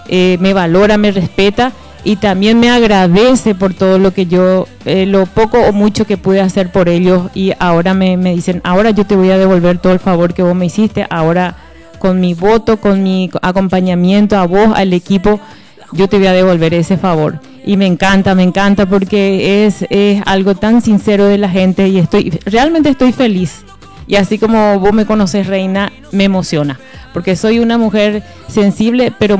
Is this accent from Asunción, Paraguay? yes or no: no; Nueva Alborada, Itapúa, Paraguay; Siempre somos, o sea que Alborada se caracteriza luego por ser gente guapa